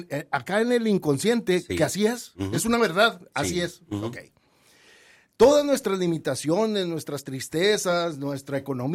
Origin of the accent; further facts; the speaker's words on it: Mexico; yo no reniego de ser mexicano, orgulloso mexicano